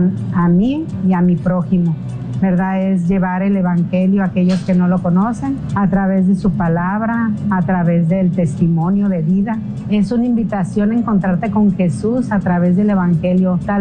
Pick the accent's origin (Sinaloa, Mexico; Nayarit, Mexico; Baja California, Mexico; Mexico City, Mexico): Baja California, Mexico; Tijuana; vengo de Tijuana.